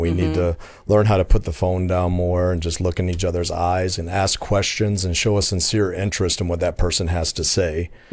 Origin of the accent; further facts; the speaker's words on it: the South, United States; I grew up in the South